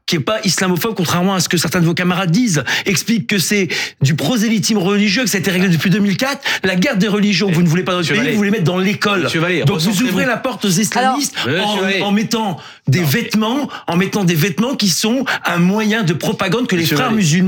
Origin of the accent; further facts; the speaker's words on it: Lille, Hauts-de-France, France; born there; Donc, moi, je suis né à Lille.